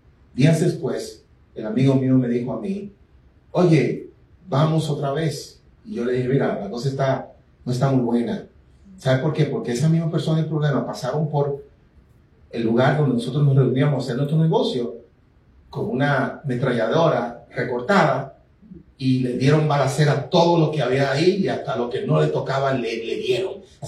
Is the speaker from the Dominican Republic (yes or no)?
yes; Dominican Republic; siendo dominicano